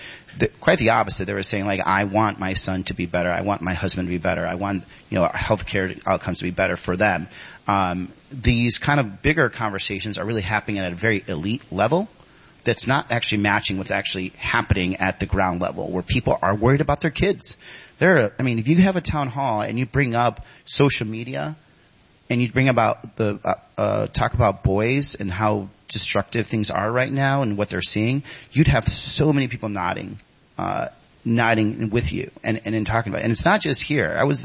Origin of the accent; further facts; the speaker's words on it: Chicago, Illinois, United States; I'm originally from Chicago, which also was a working class Latino and black area